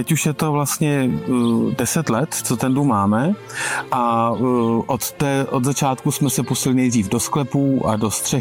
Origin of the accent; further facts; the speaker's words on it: Úterý, Plzeň Region, Czechia; Když někde řeknu, že jsem z Úterý, tak se mě každý ptá, co to je, kde to je.